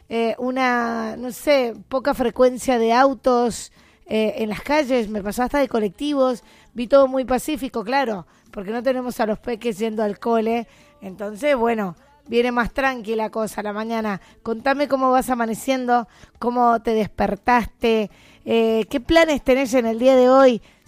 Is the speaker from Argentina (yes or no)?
yes; Mendoza, Argentina; que tenemos los mendocinos